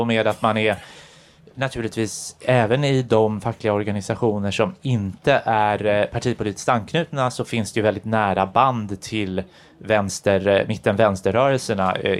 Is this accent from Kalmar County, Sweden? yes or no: yes; Kalmar County, Sweden; Det är ingen nere i mina hemtrakter i Kalmar län och i östra Småland och ute på Öland.